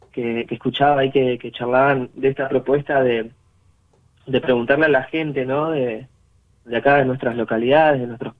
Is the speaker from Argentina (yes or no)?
yes; Perito Moreno, Santa Cruz, Argentina; Nacido y criado acá en Perito. Mi familia no es oriunda o originaria de acá del sur, son santafesinos. Toda mi familia es de la provincia de Santa Fe.